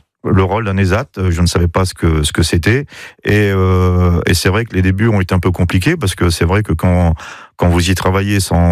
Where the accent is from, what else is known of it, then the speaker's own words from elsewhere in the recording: Bailleul, Hauts-de-France, France; also born or lived in Lille; je suis un vrai nordiste, un vrai ch'ti, et j'ai vécu à Bailleul depuis que je suis tout petit, je suis sur Bailleul.